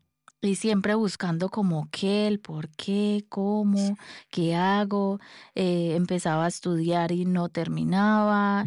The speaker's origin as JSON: {"language": "Spanish", "country": "Colombia", "said": "Soy de Colombia."}